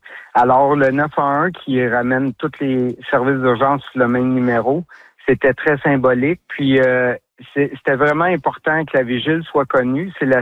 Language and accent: French; Oka, Quebec, Canada; moi, je suis un natif d'Oka, j'ai grandi ici.